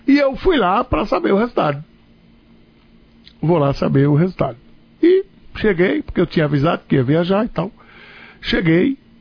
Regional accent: Recife, Pernambuco, Brazil; Eu sou do Recife, do Recife.

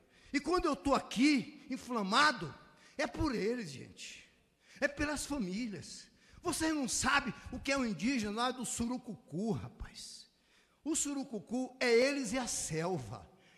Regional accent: Amazon, Brazil; Eu sou da Amazônia, operei muitos anos na Amazônia.

